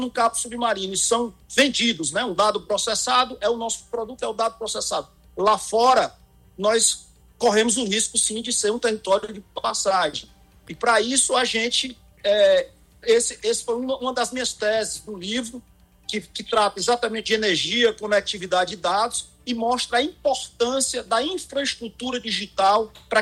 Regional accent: Ceará, Brazil

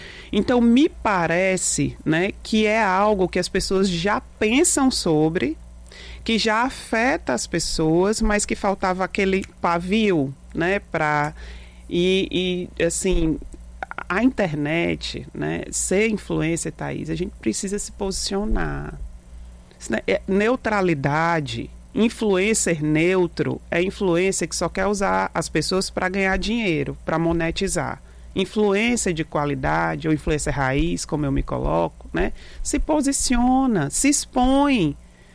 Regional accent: Fortaleza, Ceará, Brazil

